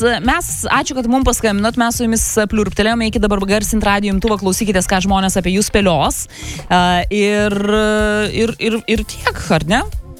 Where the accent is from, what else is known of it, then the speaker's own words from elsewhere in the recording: Klaipėda, Klaipėda County, Lithuania; aš žinokit irgi kaip klaipėdietė